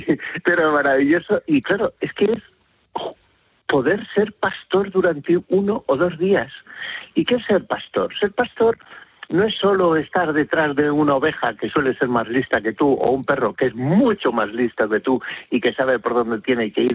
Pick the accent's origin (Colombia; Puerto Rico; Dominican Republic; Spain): Spain; Castile and León; also born or lived in Madrid; ¿cómo no lo voy a conocer si es mi tierra? Que es que yo me crié tirando cantos a los del Polo de Arriba, a los de Navasequilla, y los de la Lastra me tiraban cantos a mí